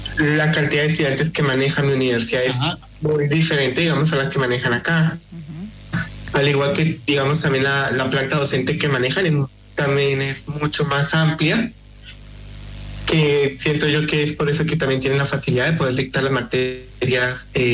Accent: Sogamoso, Boyacá, Colombia; now in Concordia, Argentina; Yo vengo de, como su madre ya lo mencionó, del país de Colombia, más específicamente del departamento de Boyacá, de la ciudad de Sogamoso.

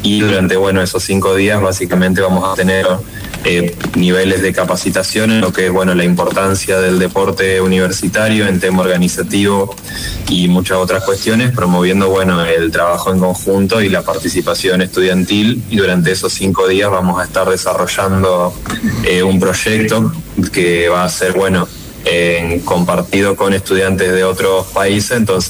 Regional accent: Paraná, Entre Ríos, Argentina; Yo soy de Paraná y hemos jugado en Oro Verde, en el Polideportivo de la UNER.

